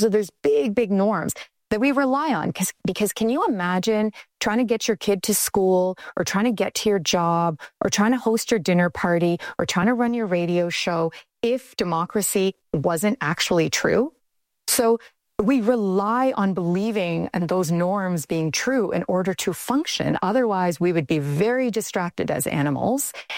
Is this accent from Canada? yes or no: yes; Canada; So I would have never thought, I'm a Canadian.